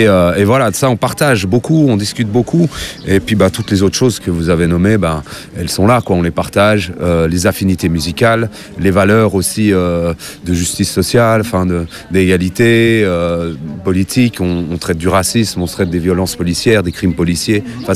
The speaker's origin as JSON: {"language": "French", "country": "Switzerland", "tie": "born there", "said": "moi je suis né en Suisse, de parents immigrés, mais ouais, je suis né en Suisse."}